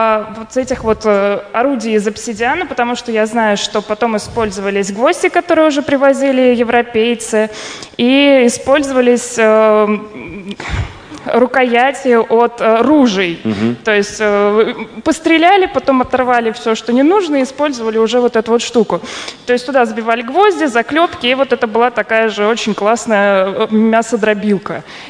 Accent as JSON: {"language": "Russian", "region": "Moscow", "country": "Russia", "said": "Красный человек … я из Москвы"}